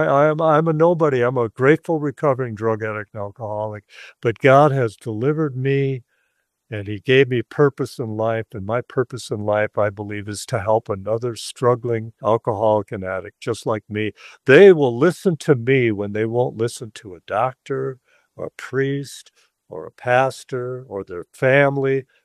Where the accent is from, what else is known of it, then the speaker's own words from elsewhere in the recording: Texas, United States; It was cold. I'm from Texas.